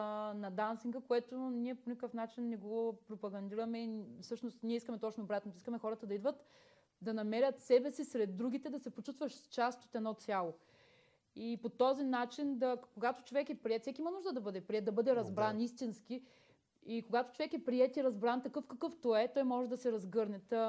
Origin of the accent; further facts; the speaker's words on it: Varna, Varna Province, Bulgaria; И аз сме от Варна.